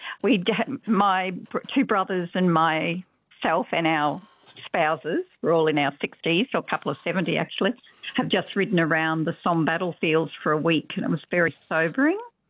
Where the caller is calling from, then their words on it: Guangzhou, Guangdong, China; I'm ringing from Guangzhou in China.